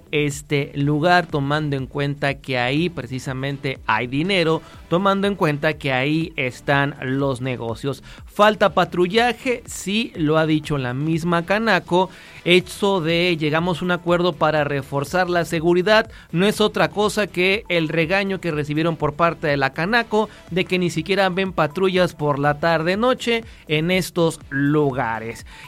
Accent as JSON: {"language": "Spanish", "country": "Mexico", "said": "Seguramente que no, porque así somos los mexicanos, no somos de guardar factura"}